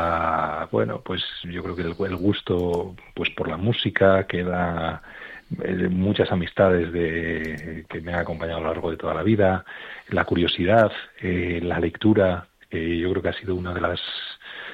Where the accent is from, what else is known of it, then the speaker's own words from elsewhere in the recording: Oviedo, Asturias, Spain; born there; soy jesuita, soy asturiano